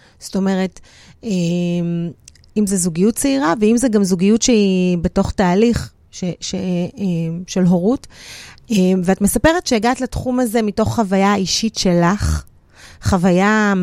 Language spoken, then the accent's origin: Hebrew; Jerusalem, Jerusalem District, Israel; אני שרופה, אני ירושלמית